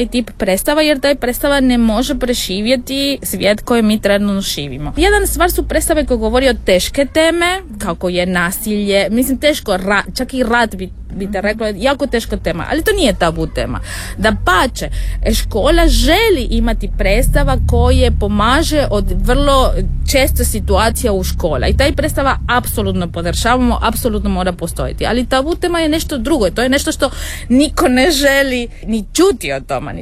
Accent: Serbia; dolazim iz Srbija

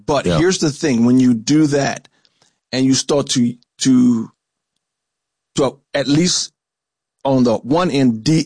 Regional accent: Louisiana, United States; because again, I grew up in Louisiana in the 70s and 80s, right?

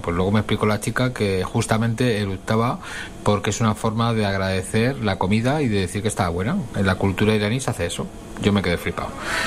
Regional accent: Madrid, Community of Madrid, Spain

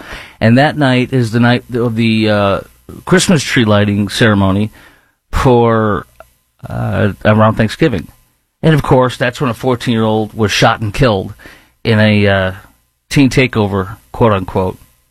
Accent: Chicago, Illinois, United States; moved away; my hometown, Chicago.

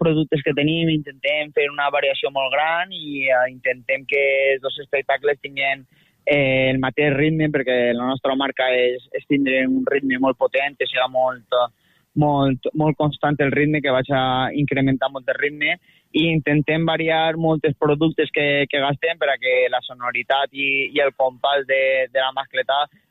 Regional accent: Llanera de Ranes, Valencian Community, Spain; nosaltres som de Llanera

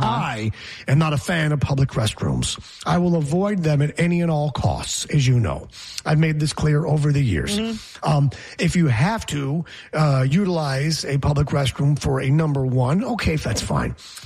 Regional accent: Geneva, New York, United States; I'm upstate on Seneca Lake, my hometown of Geneva, New York, which is picturesque Seneca Lake

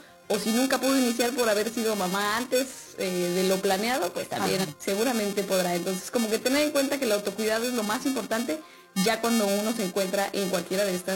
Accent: Mexico; como latinos, como mexicanos

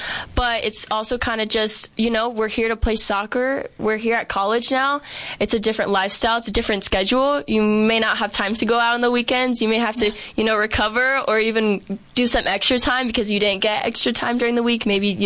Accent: Phoenix, Arizona, United States; But I love Arizona. I grew up here. I'm from Phoenix. My parents moved here really young.

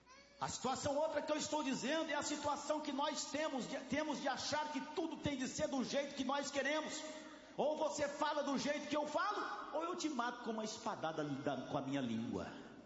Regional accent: São Paulo, Brazil; accent: paulistano; Vem aqui no, na capital paulista, é aquele Rzinho nojento que a gente fala

